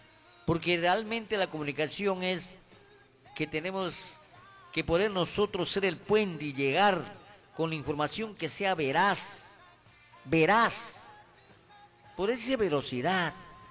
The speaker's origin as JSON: {"language": "Spanish", "country": "Peru", "said": "un pueblo entero, que somos más de 33 millones y millones de peruanos"}